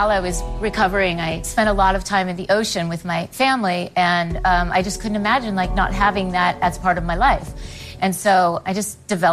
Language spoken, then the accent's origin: English; Los Angeles, California, United States; I'm from Los Angeles, California